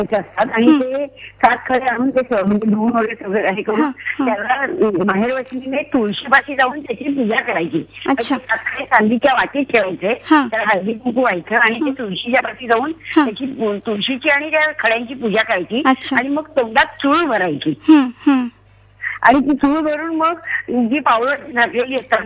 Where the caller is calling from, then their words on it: Kalyan, Maharashtra, India; कल्याण बोलते.